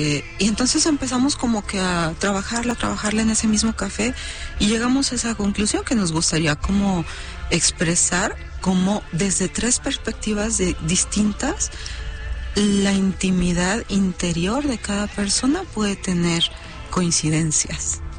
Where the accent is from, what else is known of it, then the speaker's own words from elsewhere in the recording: Mexico; soy de aquí de México